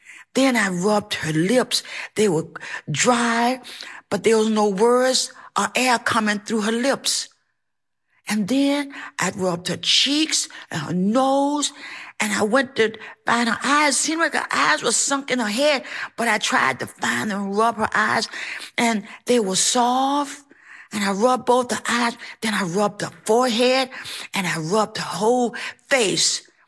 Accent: the South, United States; I'm from the South.

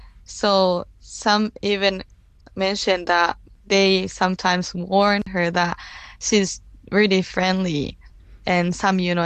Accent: Okinawa, Japan; English is a second language; When I go to the park, we often like talked. I didn't speak English, but, you know, say hello. Military was there since I was born. But what my parents, also my family, told me that after the World War II, 1 in 4 citizens died during the World War II, Okinawa, Battle of Okinawa.

